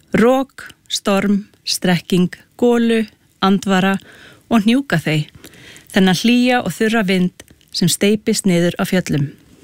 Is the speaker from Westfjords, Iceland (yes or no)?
no; Keflavík, Southern Peninsula, Iceland; Sjálf ég alinn upp á stað sem Íslendingar hafa valið að kalla rokraskat. Ég að tala Keflavík, suður með sjó.